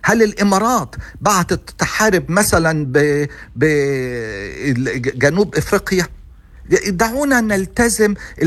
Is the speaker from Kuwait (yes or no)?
no; Egypt; أنا كمصري شو خصني بإسرائيل وشو خصني بالفلسطينيين؟